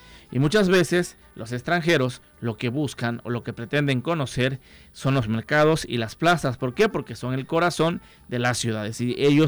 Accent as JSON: {"language": "Spanish", "region": "Tabasco", "country": "Mexico", "said": "esa es una forma que utilizamos los tabasqueños esta palabra"}